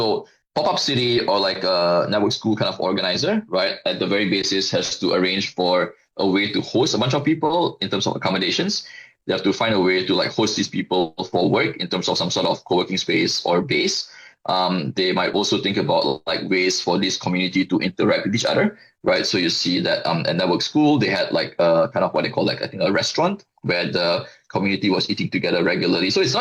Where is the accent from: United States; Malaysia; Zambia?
Malaysia; Personally, as a Malaysian, I thought it was quite cool. And I'm a Malaysian who's been working in technology and following the technology space and innovation space for like 2 decades over my career.